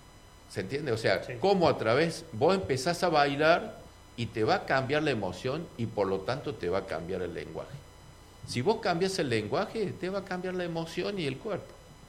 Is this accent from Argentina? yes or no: yes; Córdoba, Argentina; born there; moved away as an adult; also born or lived in Santiago del Estero / Salta; now in Cipolletti, Argentina; Yo viví... nací en Córdoba y cuando terminamos la especialidad nos fuimos a hacer medicina rural a Santiago del Estero. De Santiago del Estero nos contrataron y nos fuimos a trabajar en Salta.